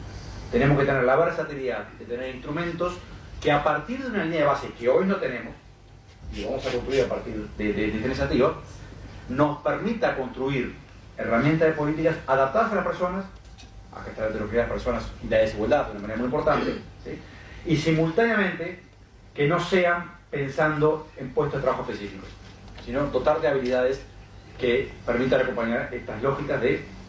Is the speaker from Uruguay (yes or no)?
yes; Uruguay